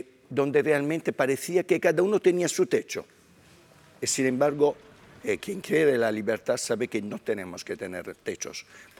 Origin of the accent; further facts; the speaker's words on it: Apulia, Italy; moved away; yo soy del sur de Italia, no soy de Nápoles, soy de la Puglia